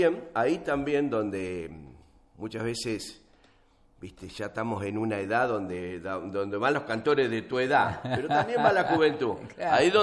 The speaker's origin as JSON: {"language": "Spanish", "town": "Nueva Plata", "region": "Buenos Aires Province", "country": "Argentina", "tie": "born or raised there", "said": "yo soy nativo de Nueva Plata, mis raíces son de Nueva Plata."}